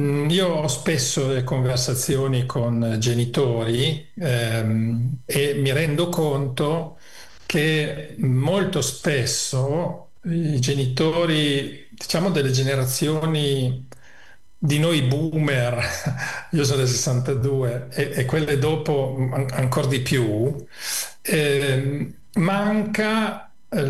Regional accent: Emilia-Romagna, Italy; dalle mie parti, io in Emilia si direbbe da su

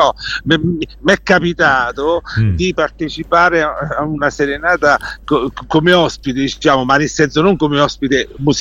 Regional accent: Ascoli Piceno, Marche, Italy; accent: Ascolano dialect

